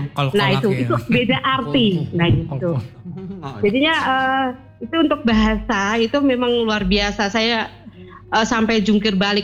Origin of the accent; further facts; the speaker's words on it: Jakarta, Indonesia; saya benar-benar orang Jakarta asli. Maksudnya lahirnya di Jakarta. Apa namanya, lingkungan pun Jakarta semua. Jadi Betawi.